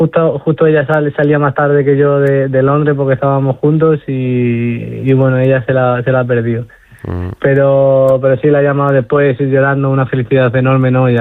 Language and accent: Spanish; Extremadura, Spain; para mí como extremeño es un orgullo